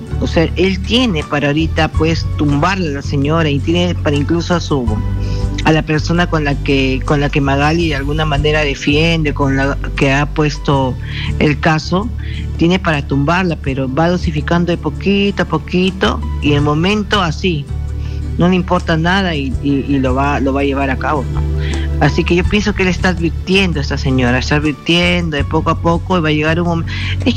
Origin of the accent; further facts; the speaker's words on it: Peru; nosotros como peruanos, como incas, con esta herencia mística